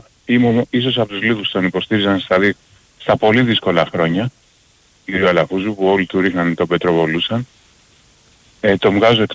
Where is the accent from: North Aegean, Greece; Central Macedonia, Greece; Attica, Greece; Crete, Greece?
Attica, Greece; Peristeri; είμαι από το Περιστέρι, Παναθηναϊκός.